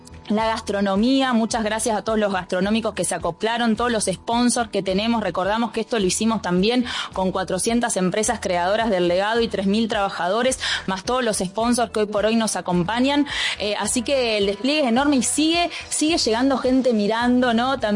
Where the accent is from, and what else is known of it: Santa Fe, Argentina